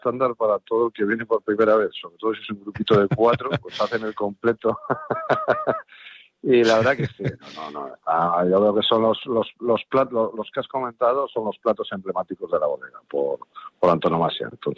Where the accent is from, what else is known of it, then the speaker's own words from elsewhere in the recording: Valladolid, Castile and León, Spain; soy de Valladolid